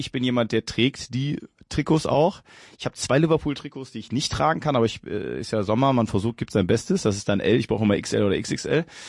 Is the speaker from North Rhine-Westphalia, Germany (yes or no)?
yes; North Rhine-Westphalia, Germany; also ich komme aus der Nähe von Duisburg